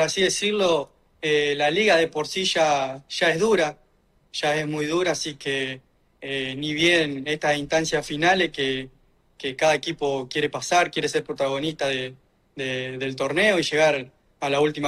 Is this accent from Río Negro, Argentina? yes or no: no; San Justo, Santa Fe, Argentina; Bueno, Martín, yo vengo de... Yo soy de San Justo, Santa Fe.